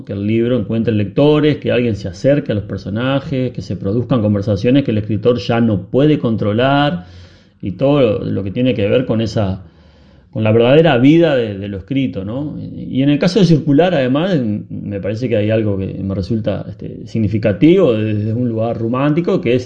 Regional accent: Mercedes, Argentina; moved away; Y yo, que soy del interior, de Mercedes, de ahí salí cuando me tocó irme.

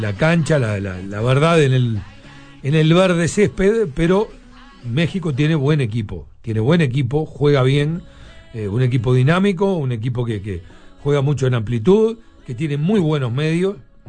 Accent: Uruguay; nosotros somos uruguayos menos mal.

